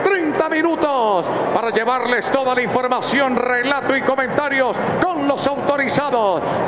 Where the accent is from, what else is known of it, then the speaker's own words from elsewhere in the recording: Colombia; de mi patria, de amarillo, azul y rojo, Colombia